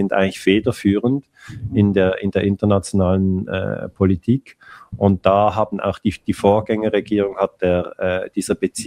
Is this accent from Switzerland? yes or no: yes; Switzerland; als auch Schweizer